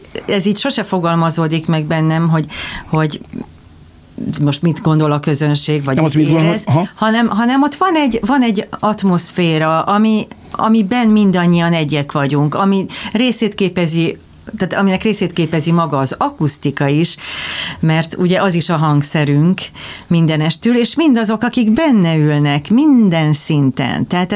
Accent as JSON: {"language": "Hungarian", "country": "Hungary"}